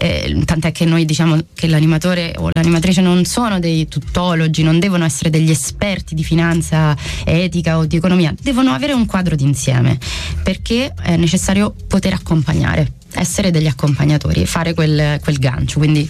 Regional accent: Rome, Lazio, Italy; Io sono di Roma.

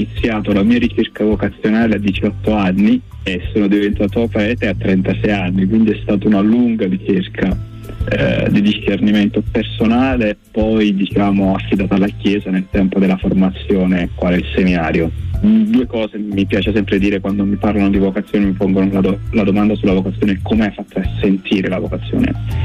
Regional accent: Sant'Antimo, Campania, Italy; io sono napoletano, provincia di Napoli, di Sant'Antimo

